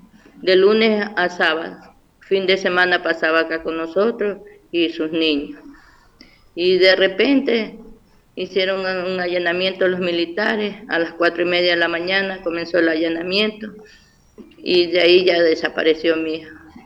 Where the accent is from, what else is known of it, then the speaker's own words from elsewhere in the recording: Quevedo, Los Ríos, Ecuador; aquí en Quevedo, porque nosotros somos de aquí de Quevedo